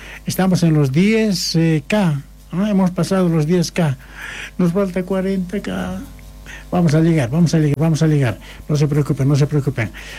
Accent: Potosí, Bolivia; Sí, sí, sí. Yo soy de Potosí. Sí, sí, sí, yo soy de Potosí.

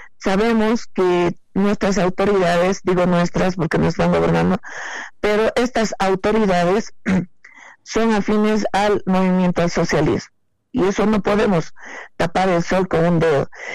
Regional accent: Potosí, Bolivia; Porque soy potosina, expresidente cívica y además quiero y amo esta tierra.

